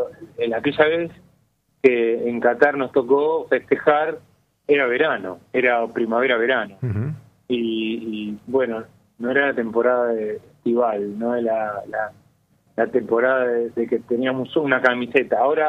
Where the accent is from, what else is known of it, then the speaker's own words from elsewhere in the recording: Argentina; somos todos argentinos